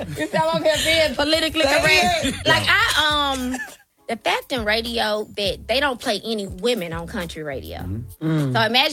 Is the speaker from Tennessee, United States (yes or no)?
yes; Tennessee, United States; I am from Tennessee. I am deep in country music.